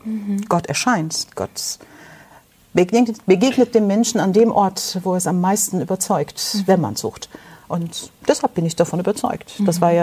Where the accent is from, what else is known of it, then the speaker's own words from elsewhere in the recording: Turkey; now in Germany; misshandelt worden als Kind in der Türkei.